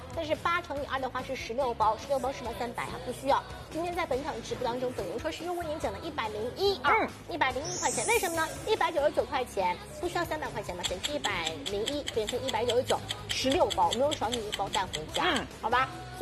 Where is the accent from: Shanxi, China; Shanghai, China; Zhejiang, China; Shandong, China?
Shanghai, China; 基本上我们上海人就一家三口或者老两口在家里头烧一个汤